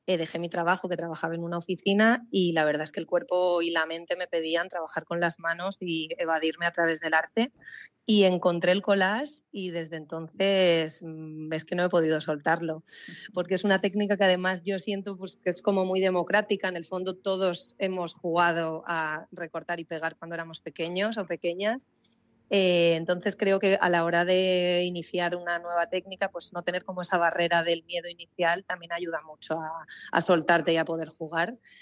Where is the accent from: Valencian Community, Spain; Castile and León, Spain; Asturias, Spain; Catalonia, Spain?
Asturias, Spain; Ribadesella; now in Balearic Islands, Spain; me escapo 5 días a las fiestas de mi pueblo, que soy de Ribadesella